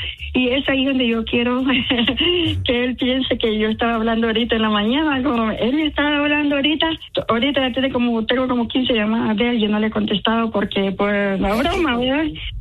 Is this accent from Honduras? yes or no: yes; Honduras; No, soy hondureña, pero soy mujer de un solo hombre